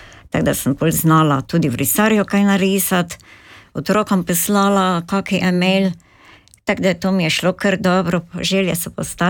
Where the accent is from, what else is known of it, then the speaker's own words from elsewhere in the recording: Slovenska Bistrica, Drava, Slovenia; prihajam iz Slovenske Bistrice, sem tudi mama 6 otrok in babica 7 vnukov.